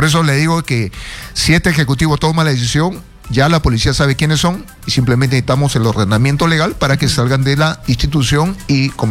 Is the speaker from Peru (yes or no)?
yes; Peru